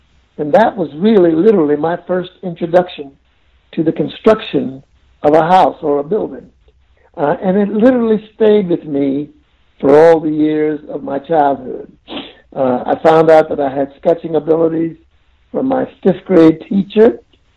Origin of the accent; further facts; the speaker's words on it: Charleston, South Carolina, United States; I was born in Charleston County, South Carolina, to my parents … And they were, of course, the descendants of farmers who lived in the rural